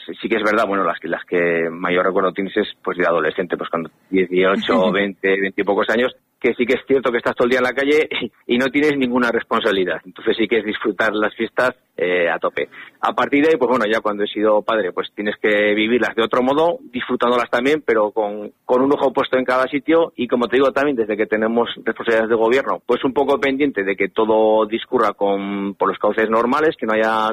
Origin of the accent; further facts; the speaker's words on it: Corella, Navarre, Spain; Yo que, pues de Corella de toda la vida, mis padres también, mis abuelos también